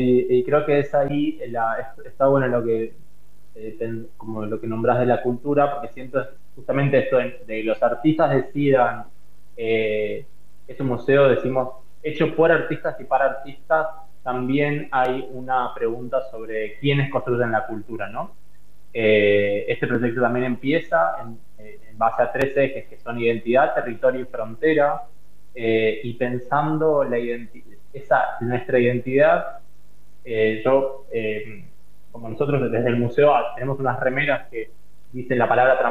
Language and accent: Spanish; Posadas, Misiones, Argentina; born there; Posadas, que es el lugar donde yo nací, que es frontera con Encarnación, Paraguay